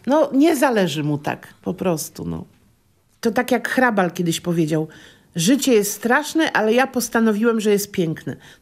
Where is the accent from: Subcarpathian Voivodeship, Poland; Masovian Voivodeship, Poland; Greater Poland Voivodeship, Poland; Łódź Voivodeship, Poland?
Masovian Voivodeship, Poland; Warsaw; accent: Warsaw dialect; Używam gwary warsiaskiej i wymowy warsiaskiej, no bo jestem warszawianką.